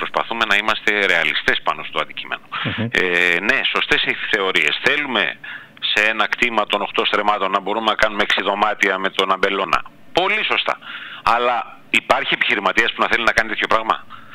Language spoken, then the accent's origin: Greek; Samos, North Aegean, Greece; Εγώ, σαν Σαμιώτης, σαν πολίτης